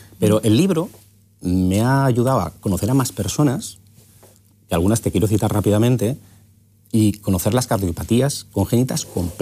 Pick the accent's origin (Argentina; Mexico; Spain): Spain; San Sebastián, Basque Country; como soy de Donosti